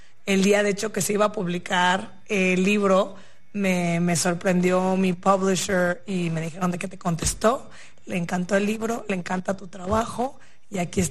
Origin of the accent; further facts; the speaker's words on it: Mexico; porque soy mexicana también, tengo mi comunidad latina